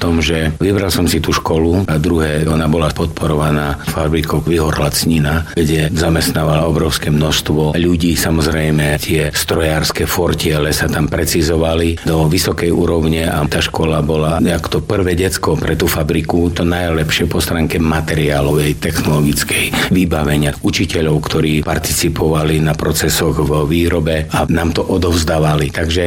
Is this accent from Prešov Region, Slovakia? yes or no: yes; Šarišské Čierne, Prešov Region, Slovakia; also born or lived in Bardejov; Ja som sa narodil v Šarišskom Čiernom ako prvý chlapec mojich rodičov, kde sme štyria bratia.